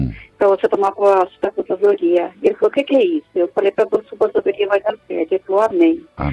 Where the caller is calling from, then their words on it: Orizona, Paraná, Brazil; Eu falo de Orizona, Paraná.